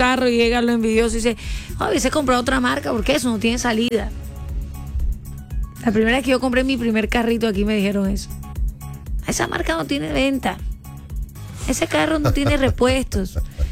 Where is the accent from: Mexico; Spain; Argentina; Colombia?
Colombia; estamos celebrando el orgullo de ser colombianos